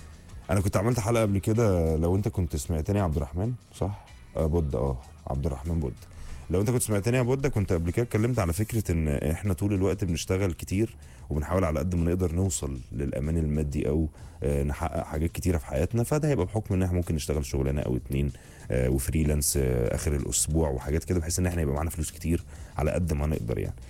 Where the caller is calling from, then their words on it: Alexandria, Alexandria Governorate, Egypt; عامل يا جو، … من الإسكندرية.